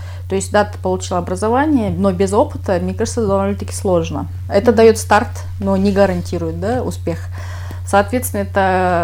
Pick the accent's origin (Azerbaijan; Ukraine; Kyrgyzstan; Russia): Kyrgyzstan; я первая кыргызка, которая этот университет закончила вообще.